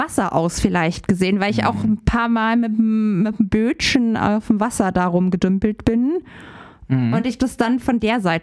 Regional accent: Berlin, Germany; Ich bin kein Bayer einfach. Ich bin Berliner

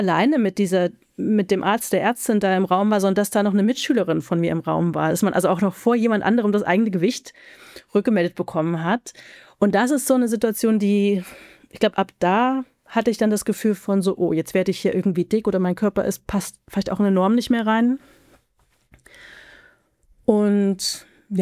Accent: Halle, Saxony-Anhalt, Germany; ich komme aus Halle, meine Mutter kommt aus Berlin

